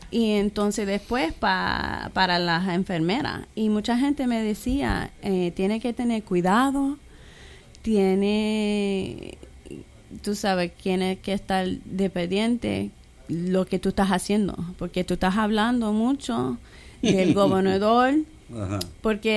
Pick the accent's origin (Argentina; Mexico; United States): United States; New York; born there; moved away as an adult; also born or lived in Puerto Rico; now in Santa Cruz; Pues tú sabes que la historia mía es que yo nací en Nueva York. Yo me mudé para Puerto Rico en 2015 y aquí en 2017, sola.